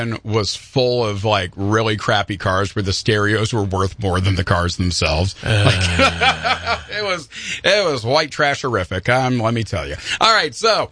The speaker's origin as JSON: {"language": "English", "region": "Ohio", "country": "United States", "tie": "born or raised there", "also_born_or_lived": "Cincinnati, Ohio", "moved": "yes", "lives_now": "Michigan, United States", "said": "So I'm from Cincinnati, Ohio, but I did spend my formative years growing up in a crappy little redneck town just outside of Cincinnati, Ohio."}